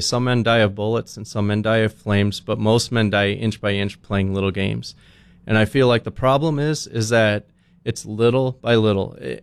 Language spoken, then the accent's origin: English; Missouri, United States; moved away as an adult; now in Minnesota, United States; I actually grew up in Missouri. My folks moved there when I was three. I grew up on the grounds of a Bible camp that two of my uncles started